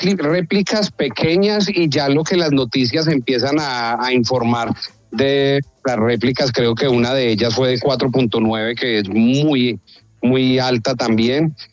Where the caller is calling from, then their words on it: Pereira, Risaralda, Colombia; yo me encuentro en la ciudad de Pereira.